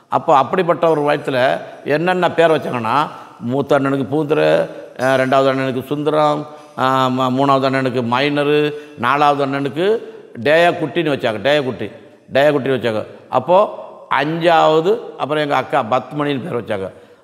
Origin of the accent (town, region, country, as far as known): Tamil Nadu, India; born there